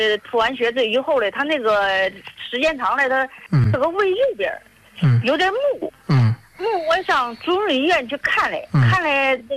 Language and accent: Chinese; Beijing, China; 我是北京的。